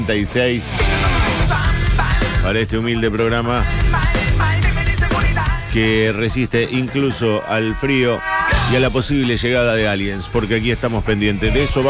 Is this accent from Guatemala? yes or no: no; Argentina; somos más argentinos que nunca